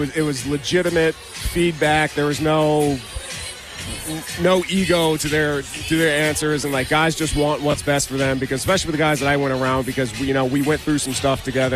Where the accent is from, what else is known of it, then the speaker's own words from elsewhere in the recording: Maryland, United States; I'm from Maryland originally.